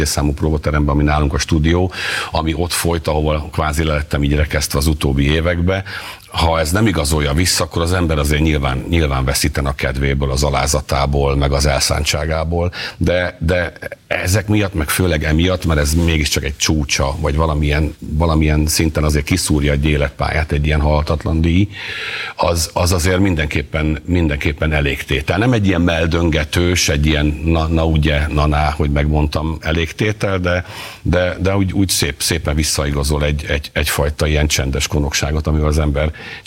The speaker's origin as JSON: {"language": "Hungarian", "town": "Debrecen", "region": "Hajdú-Bihar", "country": "Hungary", "said": "mint Pécs, mint Debrecen, ugye én debreceni vagyok"}